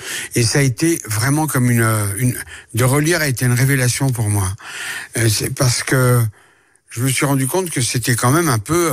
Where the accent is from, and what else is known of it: France; born there